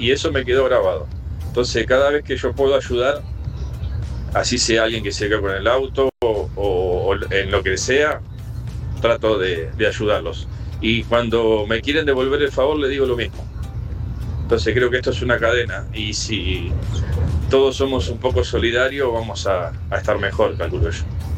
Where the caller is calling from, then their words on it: Virrey del Pino, Buenos Aires Province, Argentina; de Virrey del Pino